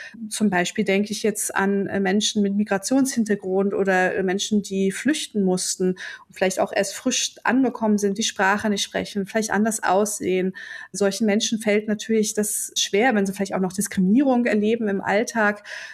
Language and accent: German; Cologne, North Rhine-Westphalia, Germany; now in Bochum, Germany; da geht mir auch immer noch das Herz auf, auch wenn ich schon länger nicht mehr in Köln lebe. Ich lebe seit einigen Jahren jetzt in Bochum im Ruhrgebiet